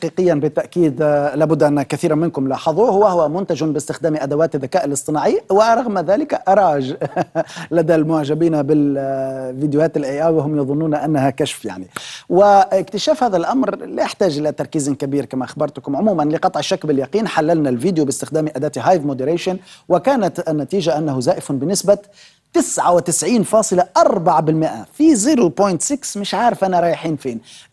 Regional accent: Tunisia; أحد أبناء بلادي تونس

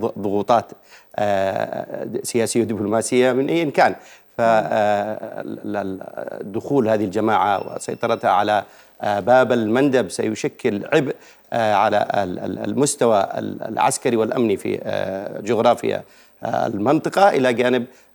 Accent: Yemen

